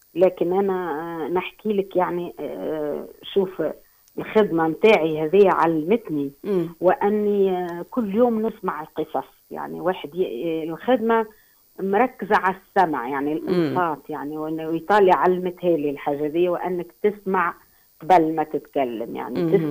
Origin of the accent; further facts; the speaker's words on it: Takelsa, Nabeul Governorate, Tunisia; moved away as an adult; also born or lived in Grombalia; now in Italy; باك آداب في تونس، يعني في ليسي جرومباليا يعني ولاية نابل. أنا ريفية الأصل، يعني مولودة في تكلسة ولاية نابل، من جذور بابا كان من ولاية المهدية